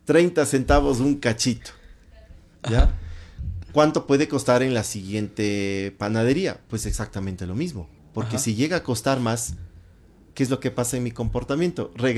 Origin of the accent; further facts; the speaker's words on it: Ecuador; nosotros como ecuatorianos tenemos acá